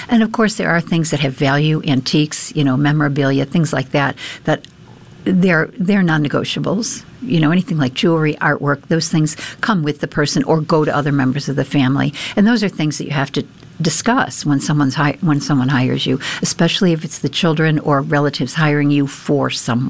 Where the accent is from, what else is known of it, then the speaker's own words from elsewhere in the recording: Ireland; Well, I think, first of all, I'm Irish, and, you know, we're connected in so many ways, mind, body, and soul.